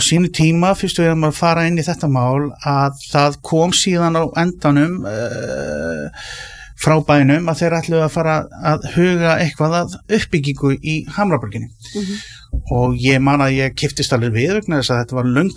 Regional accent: Kópavogur, Capital Region, Iceland; ég er Kópavogsbúi og hérna var í MK á sínu tíma

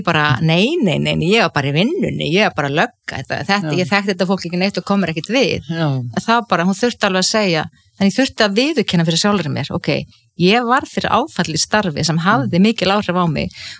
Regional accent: Ísafjörður, Westfjords, Iceland; moved away; ég alveg upp á Ísafirði

